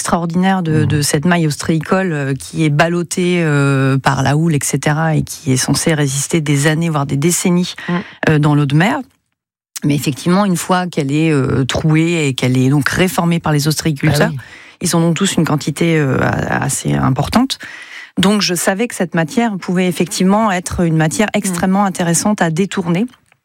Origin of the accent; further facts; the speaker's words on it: Normandy, France; On est vraiment natif du Cotentin.